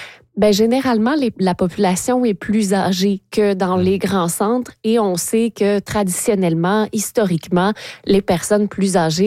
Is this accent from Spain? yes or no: no; Quebec, Canada; à Saint-Tite, chez nous en Mauricie